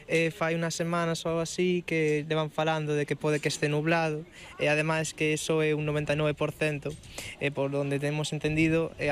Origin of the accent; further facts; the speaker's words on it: Vigo, Galicia, Spain; Somos de Vigo